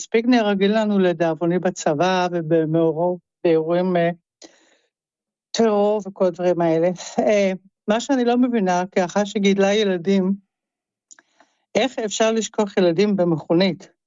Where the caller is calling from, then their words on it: Netherlands; גרה בהולנד וחיה בארץ